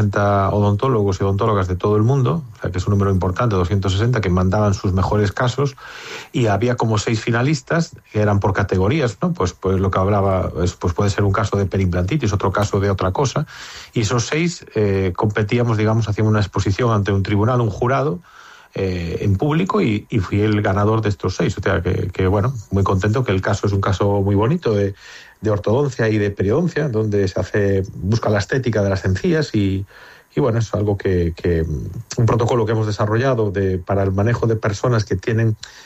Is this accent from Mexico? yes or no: no; Spain; somos el primer español que consigue esto.